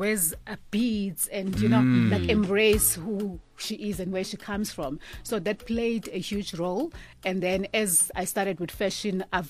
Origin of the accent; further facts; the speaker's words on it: South Africa; Oh no, the culture, I mean, we're a country which is rich in culture.